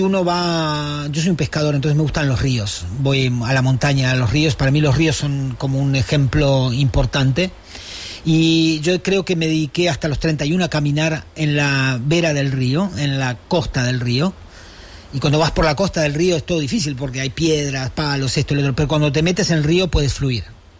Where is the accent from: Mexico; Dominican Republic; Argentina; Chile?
Argentina; Patagonia; moved away as an adult; also born or lived in Buenos Aires / Florence; now in Barcelona, Spain; yo soy de la Patagonia